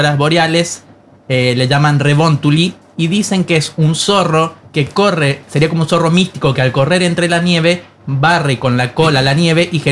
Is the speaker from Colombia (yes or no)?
no; Uspallata, Mendoza, Argentina; yo soy de Uspallata